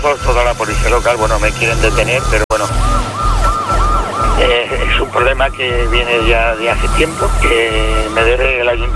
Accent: Galicia, Spain; moved away; yo lo que quiero es marcharme para Galicia, para mi tierra natal.

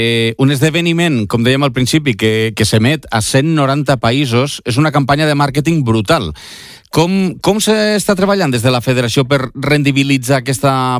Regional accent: Catalonia, Spain; com a catalans

